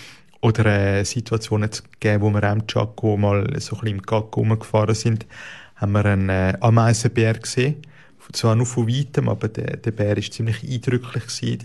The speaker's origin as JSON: {"language": "German", "country": "Switzerland", "said": "wo eigentlich wie bei uns in der Schweiz nicht gross zu unterscheiden, wo sehr ähnlich ist."}